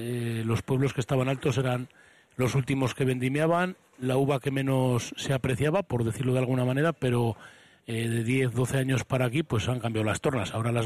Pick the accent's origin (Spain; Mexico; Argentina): Spain; Kripan, Basque Country; que yo lo que tengo es mucho orgullo de la gente de mi pueblo, la he tenido siempre, pero la gente me lo demuestra cada vez más.